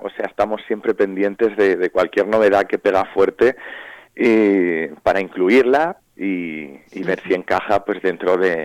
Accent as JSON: {"language": "Spanish", "town": "Albacete", "region": "Castilla-La Mancha", "country": "Spain", "said": "Yo soy de Albacete y justo estamos en plena feria de Albacete."}